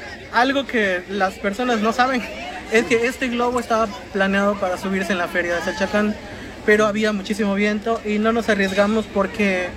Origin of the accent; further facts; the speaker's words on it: Pomuch, Campeche, Mexico; pero en realidad yo soy de Pomuch, como puede ver mi player.